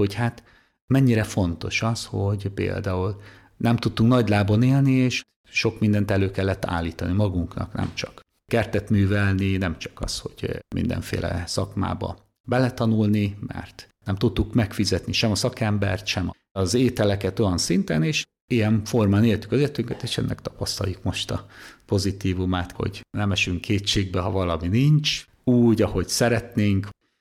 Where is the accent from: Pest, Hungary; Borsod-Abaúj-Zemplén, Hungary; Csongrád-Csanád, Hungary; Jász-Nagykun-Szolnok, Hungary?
Pest, Hungary; Pécel; now in Vác, Hungary; Vácz deákvári plébános. Pécelről számozom, ott nevelkedtem. Egy elkötelezett katolikus család